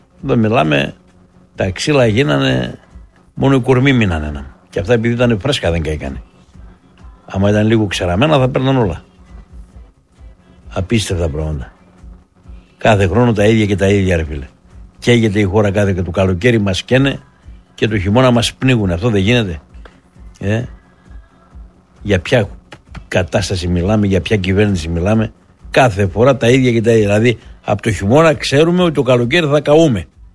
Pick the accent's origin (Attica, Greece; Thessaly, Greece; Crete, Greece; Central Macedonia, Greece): Central Macedonia, Greece; Thessaloniki